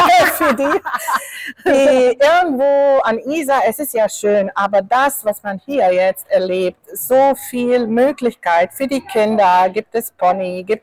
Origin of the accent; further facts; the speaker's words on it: Northern Bosnia, Bosnia & Herzegovina; German is a second language; Aus Bosnien, Nordbosnien, ein kleiner Staat, heißt Otak.